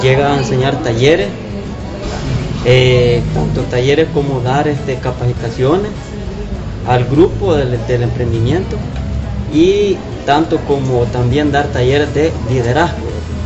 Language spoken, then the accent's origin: Spanish; Berlín, Usulután, El Salvador; vengo de la comunidad del Tablón, distrito de Berlín.